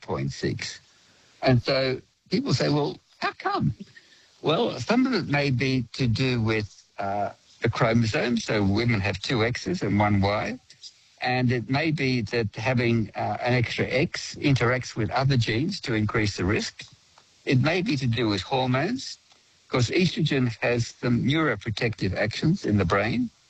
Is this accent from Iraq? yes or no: no; Australia; Well, that's my hobby horse, being the Australian of the Year.